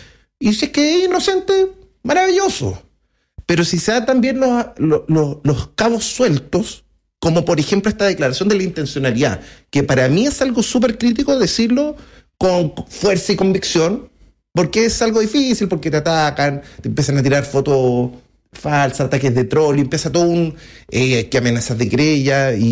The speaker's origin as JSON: {"language": "Spanish", "region": "Antofagasta", "country": "Chile", "said": "Pero jugar con el sentimiento de los antofagastinos. Yo soy de Antofagasta."}